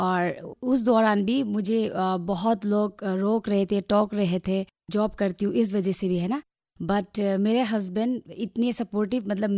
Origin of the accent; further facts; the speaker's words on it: Haflong, Assam, India; मैं हाफलोंग की रहने वाली हूँ।